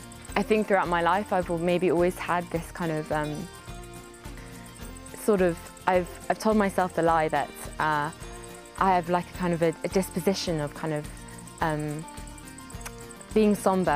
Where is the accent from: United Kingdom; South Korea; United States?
United Kingdom; Yorkshire and the Humber; I'm 19 years old. I'm from North Yorkshire in England, and this is my third time in Medjugorje.